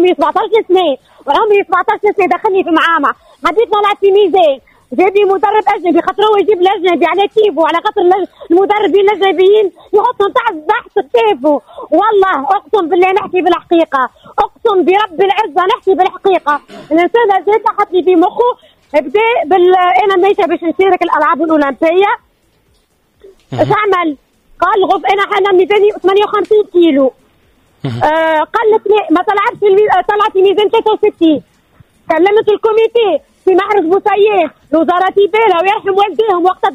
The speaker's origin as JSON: {"language": "Arabic", "country": "Tunisia", "moved": "as an adult", "lives_now": "Germany", "said": "وفخورة لي انا تونسية."}